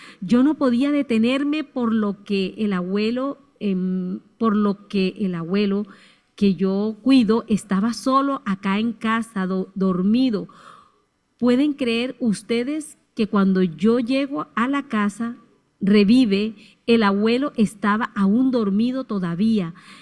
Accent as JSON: {"language": "Spanish", "country": "Colombia", "said": "a toda Colombia, que el Señor siempre tenga misericordia de nosotros, porque nosotros somos un país que ama a Dios, que ama el Sagrado Corazón de Jesús, que ama a María."}